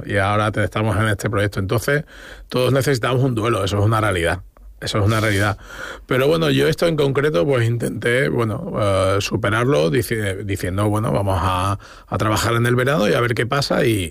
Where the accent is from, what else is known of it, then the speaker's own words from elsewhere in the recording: Plasencia, Extremadura, Spain; also born or lived in Cáceres; en Plasencia, mi ciudad natal, y en Cáceres, en la que he vivido los últimos 20 años